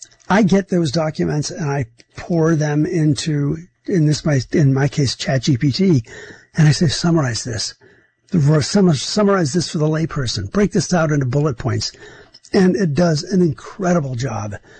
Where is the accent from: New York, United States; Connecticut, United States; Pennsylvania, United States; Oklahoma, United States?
Pennsylvania, United States; born there; moved away; my home state of Pennsylvania.